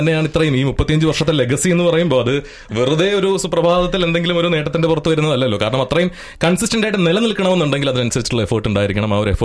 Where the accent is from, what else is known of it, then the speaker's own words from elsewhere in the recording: Kerala, India; ഞങ്ങൾ മലയാളികൾ ഒരുപക്ഷെ എല്ലാ ദിവസവും കാണുന്ന മുഖങ്ങളിൽ ഒന്നാണ് ശ്വേതാമേനോന്റെ മുഖം.